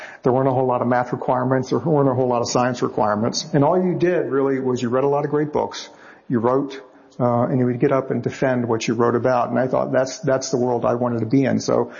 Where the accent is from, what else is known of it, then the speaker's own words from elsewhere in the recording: Richmond, Virginia, United States; I grew up in Richmond.